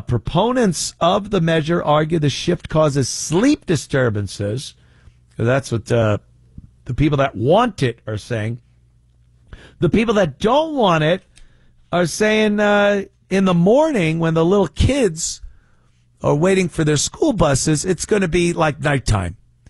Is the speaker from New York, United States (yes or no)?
yes; New York, United States; moved away as an adult; now in South Carolina, United States